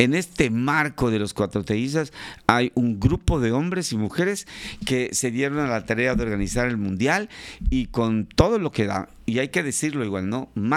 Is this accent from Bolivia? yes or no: no; Mexico; porque siempre somos así los mexicanos